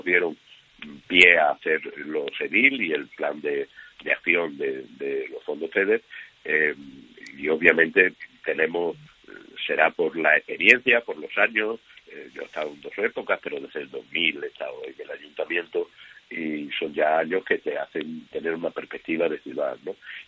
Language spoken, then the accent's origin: Spanish; Almendralejo, Extremadura, Spain; born there; Yo nací en Almendralejo, me moriré en Almendralejo